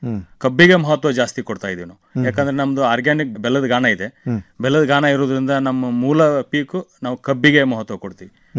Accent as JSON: {"language": "Kannada", "town": "Nilagunda", "region": "Karnataka", "country": "India", "tie": "born or raised there", "said": "Bagalkot district, ಬಾದಾಮಿ ತಾಲೂಕು, ನೀಲಗುಂದ ನನ್ನ ಹುಟ್ಟೂರು."}